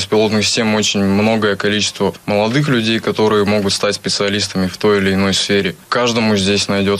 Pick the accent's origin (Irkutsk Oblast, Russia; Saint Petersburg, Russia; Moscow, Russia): Irkutsk Oblast, Russia; Tulun; born there; Я родился в Иркутской области, в городе Тулуне. Поехал учиться в Иркутск.